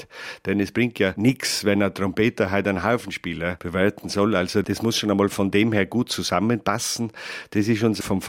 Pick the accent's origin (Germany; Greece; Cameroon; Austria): Austria; oder auch bei uns in Österreich dann Gruppen hört, oder auf Bühnen sieht und man sich noch erinnern kann, die waren auch bei uns einmal in Innsbruck